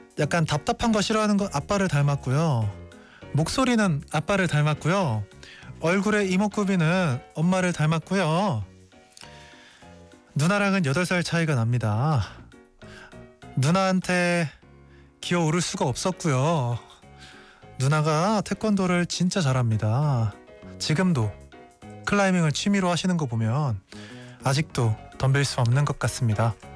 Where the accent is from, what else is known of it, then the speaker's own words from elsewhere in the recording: Cheonan, South Chungcheong, South Korea; also born or lived in Byeongcheon; 나의 고향은 충청남도 천안이고요. 병천에서 태어났습니다. 되게 따뜻한 환경에서 자랐고요.